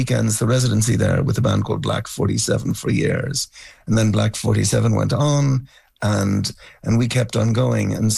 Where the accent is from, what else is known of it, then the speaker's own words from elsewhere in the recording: Ulster, Ireland; I chatted to the owner of the pub, who was from County Cavan, which is where I grew up in Ireland.